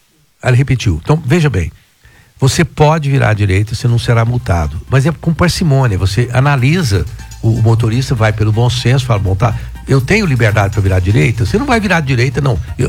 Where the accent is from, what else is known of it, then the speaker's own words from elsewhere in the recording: Brazil; nós somos brasileiros